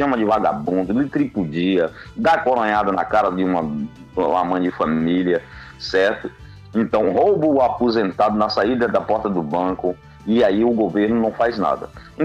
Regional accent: Bahia, Brazil; aqui no Baixo Sul da Bahia, que é uma região de onde eu sou oriundo

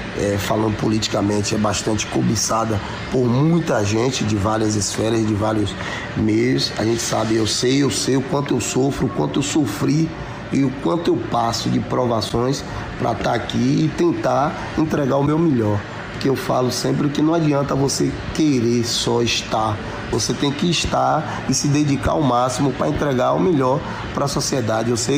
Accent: Terra Nova, Bahia, Brazil; also born or lived in Salvador, Brazil; a minha cidade, Terra Nova, que eu tenho 39 anos, né? Que moro aqui em Terra Nova, sou filho daqui. Sou filho de Salvador, mas me criei a vida toda aqui em Terra Nova.

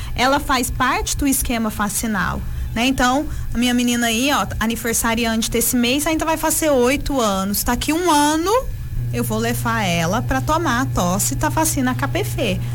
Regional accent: Minas Gerais, Brazil; Somos mineiros, né, gente?

